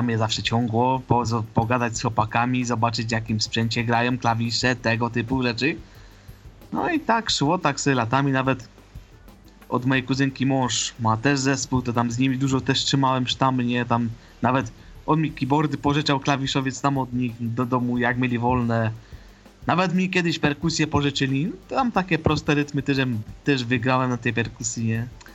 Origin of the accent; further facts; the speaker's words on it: Ożarowice, Silesian Voivodeship, Poland; Ja pochodzę z Ożarowic, to jest Górny Śląsk. Jakby ktoś wiedział, to jest port lotniczy Pyrzowice, 2 km do portu